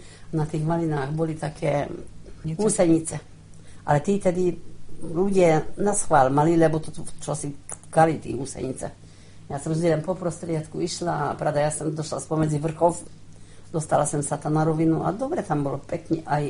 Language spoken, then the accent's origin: Slovak; Tótkomlós, Békés, Hungary; chodili po Bekieskej Čabe, v Totku Mlouši, odkiaľ sme boli. Však najmä z Dolnej zemi